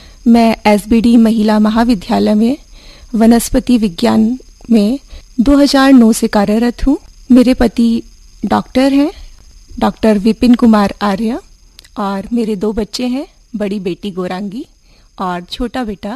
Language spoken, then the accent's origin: Hindi; Hasupur, Uttar Pradesh, India; असल में मेरा जन्म एक गांव में हुआ है। मैं सिंभावली के पास गांव हसुपुर से बिलोंग करती हूँ